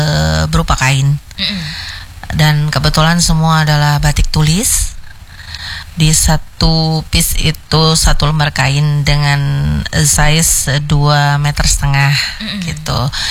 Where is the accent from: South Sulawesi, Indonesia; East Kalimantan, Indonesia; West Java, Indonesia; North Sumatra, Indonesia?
East Kalimantan, Indonesia; daerah saya, Kutai Kartanegara.